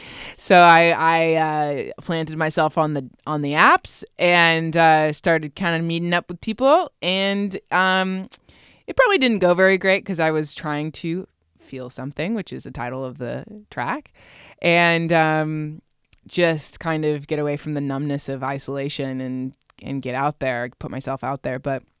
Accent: Gold Coast, Queensland, Australia; born there; now in Melbourne, Australia; I'd never really spent a whole lot of time in Melbourne, even though I was born in Australia. I was born in the Gold Coast in Queensland.

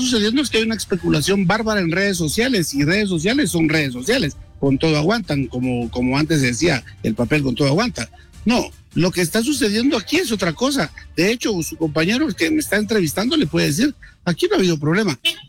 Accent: Guatemala

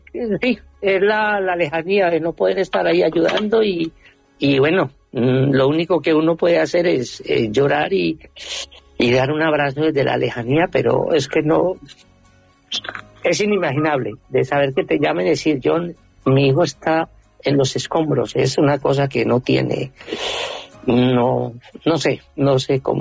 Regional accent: Tuluá, Valle del Cauca, Colombia; Nosotros somos de Tuluá y la parroquia se llama la parroquia del Carmen, de los franciscanos, San Francisco de Asís.

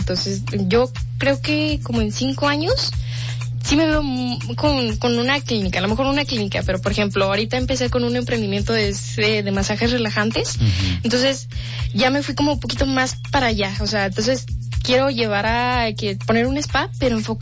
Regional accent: Mexico

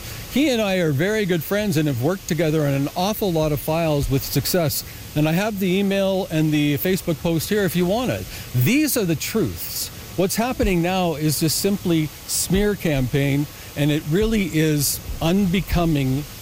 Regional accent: Canada; I'm very Canadian. I'm proud to be Canadian.

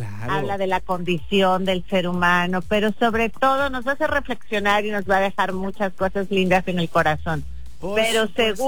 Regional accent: Durango, Mexico; Igual que yo, que yo soy de Durango.

